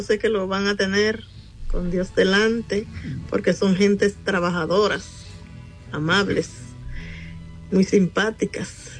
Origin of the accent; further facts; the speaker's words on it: Dominican Republic; Así somos los circulistas dominicanos.